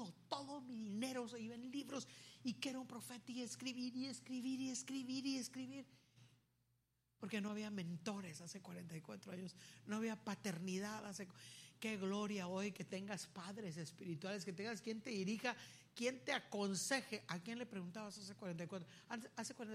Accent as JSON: {"language": "Spanish", "town": "Tapachula", "region": "Chiapas", "country": "Mexico", "moved": "yes", "lives_now": "Monterrey, Mexico", "said": "cuando yo vine hace 45 años, 44 años. Me vengo desde Tapachula en autobús. ¿Tiene usted una idea de qué es venir desde Tapachula en autobús?"}